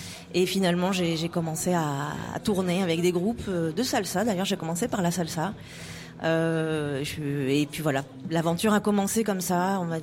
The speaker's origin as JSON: {"language": "French", "country": "Réunion", "tie": "born or raised there", "said": "Donc je suis née à La Réunion, j'ai grandi à La Réunion et puis après le bac"}